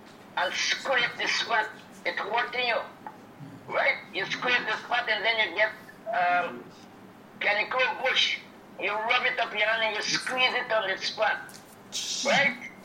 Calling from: Guyana; I calling from farm right now. I'm 86. I had experience around this country, all in Essequibo

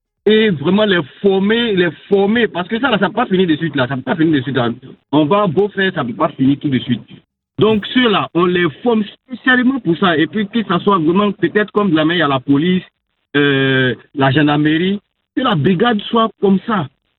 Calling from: Bingerville, Abidjan, Côte d’Ivoire; Je vous appelle de Bengerville.

